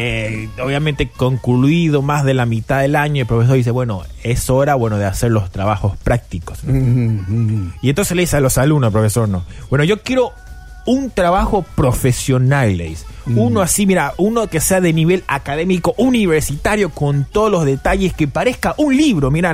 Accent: Paraguay; also born or lived in Brazil; Yo soy paraguayo.

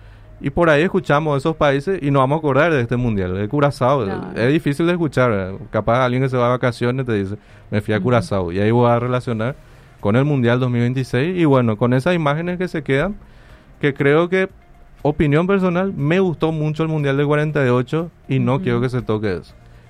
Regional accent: Paraguay

